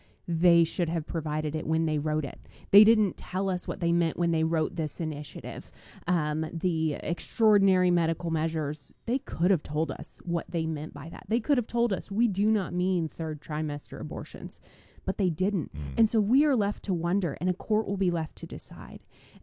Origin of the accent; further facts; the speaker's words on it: the South, United States; now in Idaho, United States; I'm from the South. We deep fry everything